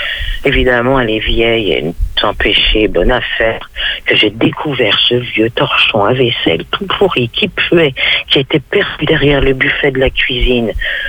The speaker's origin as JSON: {"language": "French", "town": "Angers", "region": "Pays de la Loire", "country": "France", "said": "Je suis de d'Angers à la base et j'ai vu Hélène Vincent jouer Molly Bloom au Nouveau Théâtre d'Angers"}